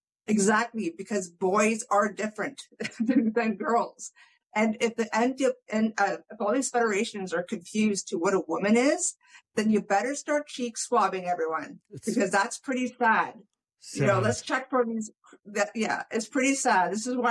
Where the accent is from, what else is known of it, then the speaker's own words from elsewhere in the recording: Canada; I'm actually looked at as a Canadian hero now